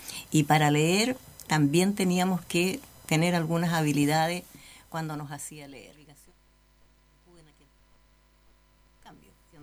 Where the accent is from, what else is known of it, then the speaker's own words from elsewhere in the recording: Chonchi, Los Lagos, Chile; now in Ancud, Chile; Soy de Chonchi.